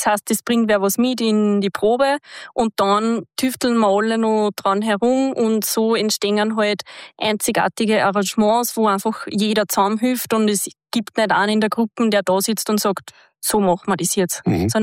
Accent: Lower Austria, Austria; Dann sind die Lea Kogler und ich, wir sind aus dem Mostviertel in Niederösterreich.

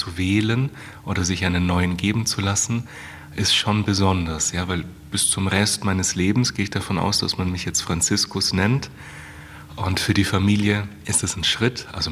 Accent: Germany; now in Austria; Ja, also ich bin ja Deutscher.

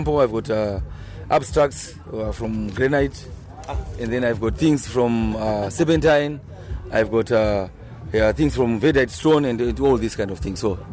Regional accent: Zimbabwe; I come from Zimbabwe, and I'm an artist.

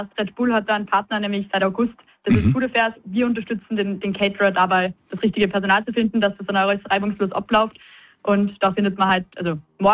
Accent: Salzburg, Austria; Aber natürlich auch bei mir als Salzburgerin

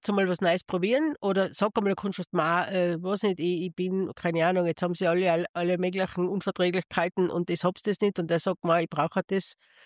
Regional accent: Tyrol, Austria; Also in Tirol, wo ich herkomme, da ist ja die eins nach dem anderen zugesperrt, weil einfach sich keiner mehr gefunden hat.

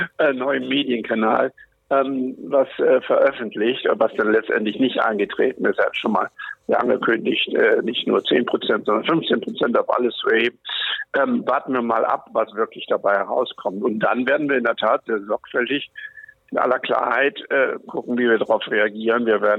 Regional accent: Northern Germany, Germany; ich komme aus Norddeutschland, da sind wir sturmgeprobt

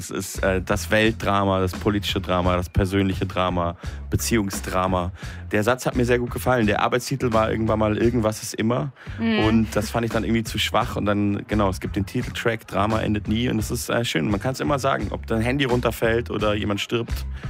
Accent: Munich, Bavaria, Germany; Ich bin ja in München aufgewachsen und ich habe schon viel Morning Show FM4 gehört.

